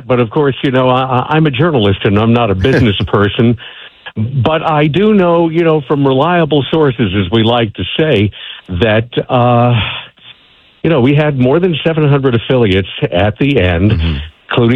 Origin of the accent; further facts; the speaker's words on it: Dobbs Ferry, New York, United States; I'm at the Metro North station in my hometown of Dobbs Ferry, New York, which is on the Hudson River just north of the city. And like you, I grew up listening to CBS News Radio here on WCBS in New York